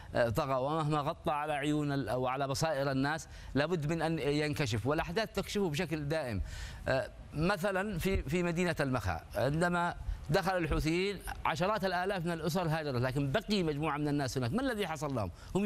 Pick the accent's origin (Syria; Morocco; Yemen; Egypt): Yemen; وهي مجربة بالنسبة لنا كيمنيين.